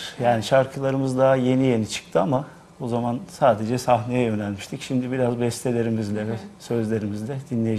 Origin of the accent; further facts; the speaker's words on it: Devrek, Zonguldak, Turkey; Sonra Devrek'teyiz biz, Zonguldak Devrek'liyim. Devrek'te ilk önce düğünler, sonra Ankara'da sahneler büyüdü.